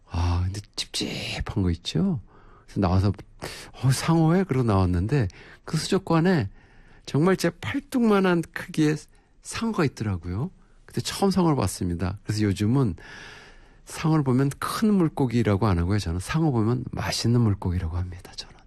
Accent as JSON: {"language": "Korean", "town": "Donghae", "region": "Gangwon", "country": "South Korea", "tie": "born or raised there", "moved": "yes", "said": "강원도 동해 바다 놀러 갔죠. 제 고향이기도 한 곳에 가서"}